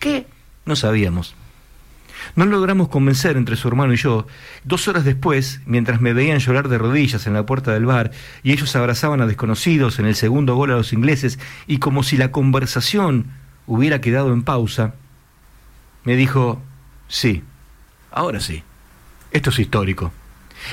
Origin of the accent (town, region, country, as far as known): Argentina